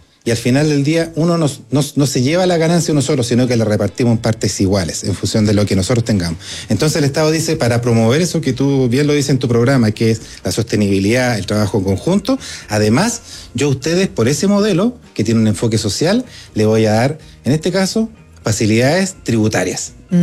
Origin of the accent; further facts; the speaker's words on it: Valdivia, Los Ríos, Chile; Yo soy del sur, yo soy de Valdivia.